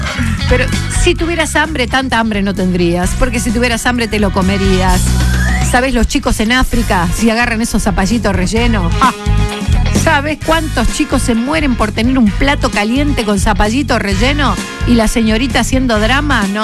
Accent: Punta Alta, Buenos Aires Province, Argentina; moved away as an adult; now in Bahía Blanca, Argentina; cuando me mudo sola, que me vengo a vivir a Bahía, yo soy de Punta Alta

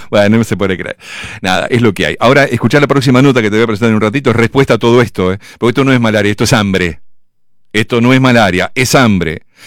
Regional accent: Mar del Plata, Buenos Aires Province, Argentina; yo me crié en Mar del Plata.

